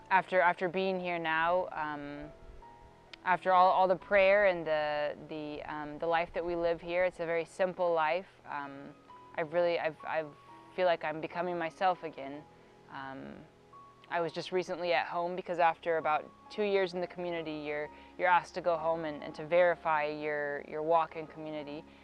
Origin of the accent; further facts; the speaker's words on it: Tulsa, Oklahoma, United States; I'm 29 years old. I'm from Tulsa, Oklahoma. I was born and raised in Tulsa. I come from a good family. Born and raised Catholic